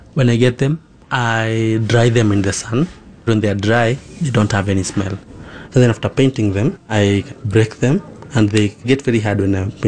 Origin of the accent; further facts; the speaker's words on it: Nairobi, Kenya; because I've grown in the slums here in Mukuru Koruben.